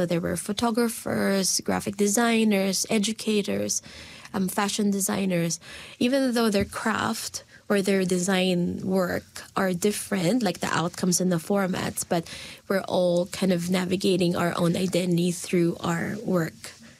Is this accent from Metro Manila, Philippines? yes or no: yes; Quezon City, Metro Manila, Philippines; also born or lived in Bocaue, Bulacan; now in New Zealand; So I was born in Bukawe, Bulacan. So it's a province nearby Manila. And then I grew up mainly in Manila, Quezon City, with my parents and my two siblings. So growing up in Manila, it's a very, very busy, dense, overpopulated part of Luzon, which is the northern part of the Philippines.